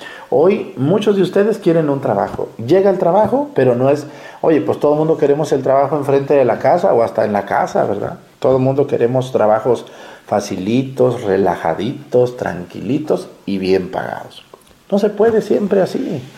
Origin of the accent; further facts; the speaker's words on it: Jalisco, Mexico; now in Guerrero, Mexico; yo soy de Jalisco y miren, estoy aquí en Guerrero